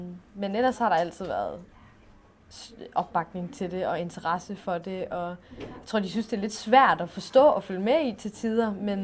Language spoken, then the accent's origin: Danish; North Denmark Region, Denmark; moved away; den lille by, jeg kommer fra i Nordjylland.